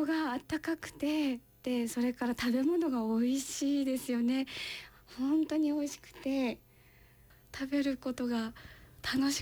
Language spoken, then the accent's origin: Japanese; Sano, Tochigi, Japan; moved away as an adult; now in Mito, Japan; 出身は栃木県の佐野市になります。